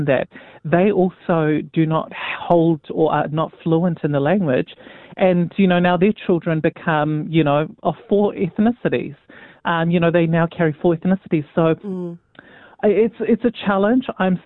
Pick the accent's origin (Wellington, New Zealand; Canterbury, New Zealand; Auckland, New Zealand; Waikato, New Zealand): Auckland, New Zealand; North Shore; born there